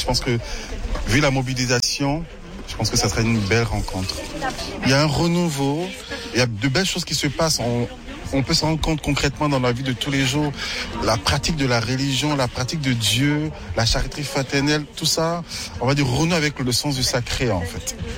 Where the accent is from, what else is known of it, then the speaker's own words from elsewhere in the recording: Côte d’Ivoire; Moi je viens de la Côte d'Ivoire.